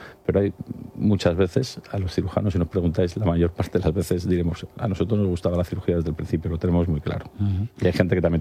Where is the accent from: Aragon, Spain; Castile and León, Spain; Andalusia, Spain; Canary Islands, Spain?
Castile and León, Spain; Valladolid; now in Madrid, Spain; Yo soy un madrileño de Valladolid. Hice aquí la residencia.